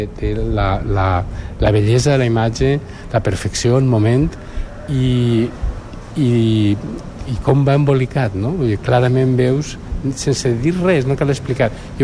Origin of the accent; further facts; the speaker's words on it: Valencian Community, Spain; Jo no soc de Madrid, però jo tampoc he estat mai un periòdic madrileny